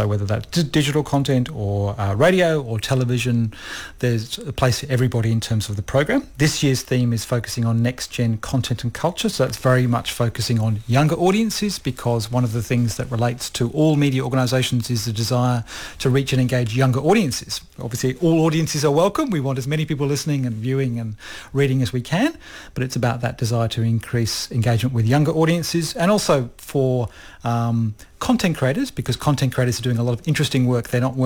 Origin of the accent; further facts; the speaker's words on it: Australia; moved away; as your audience may be able to hear, I'm Australian by background.